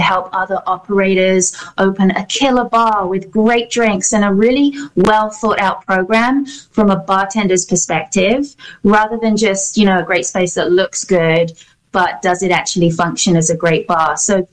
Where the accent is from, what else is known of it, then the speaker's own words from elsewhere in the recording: London, United Kingdom; moved away as an adult; also born or lived in New York City; now in United States; I'm from London. That's where the accent is from. And that's really where I got my education in the spirits world and the hospitality industry. But I moved over to the US nearly 20 years ago now